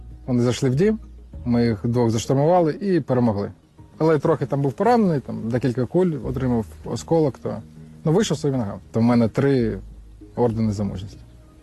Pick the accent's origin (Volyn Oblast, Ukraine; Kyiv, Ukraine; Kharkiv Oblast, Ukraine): Kyiv, Ukraine; Тому що я сам киянин і почув в Києві вибухи 24 лютого.